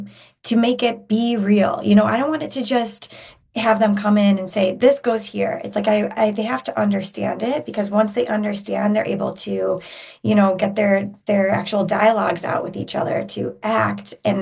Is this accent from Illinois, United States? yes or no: yes; Chicago, Illinois, United States; I mean, Chris and, you know, we have another brother, and I grew up in Chicago.